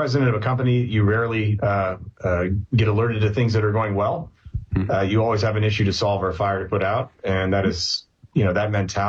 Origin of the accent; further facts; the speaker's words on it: Virginia, United States; Sure, absolutely. I'm only child from Northern Virginia, sir.